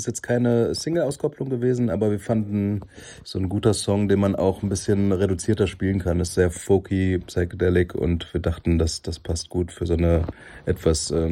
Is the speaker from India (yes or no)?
yes; Chennai, Tamil Nadu, India; moved away; also born or lived in Germany; Ich bin halt aufgewachsen als Kind in Chennai und Chennai ist die Hauptstadt dieser Filmindustrie.